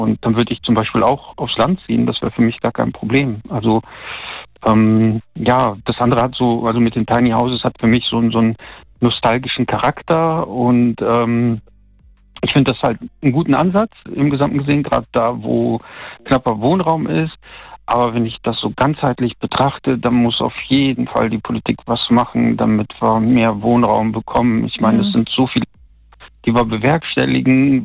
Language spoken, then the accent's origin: German; North Rhine-Westphalia, Germany; ich komme ja aus NRW und da ist die Wohngesellschaft LEG.